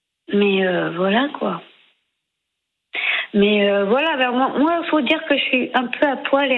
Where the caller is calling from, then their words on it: Vierzon, Centre-Val de Loire, France; Bah, je suis dans une pension de famille à Vierzon.